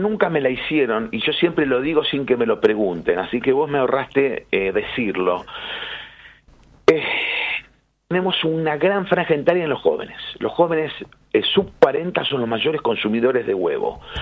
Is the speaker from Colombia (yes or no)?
no; Argentina